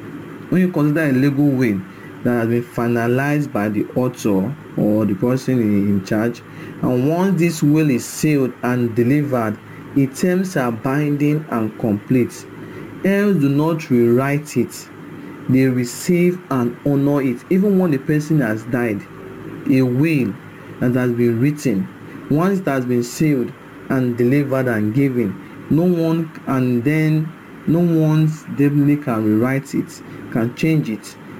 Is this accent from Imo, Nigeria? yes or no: no; Okada, Edo, Nigeria; from Okada Town, Edo State, Nigeria.